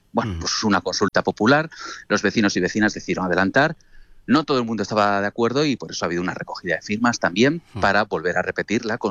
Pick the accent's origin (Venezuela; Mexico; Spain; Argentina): Spain; Cizur Mayor, Navarre; como cizurtarras que somos y como buenos navarros, somos gente acogedora.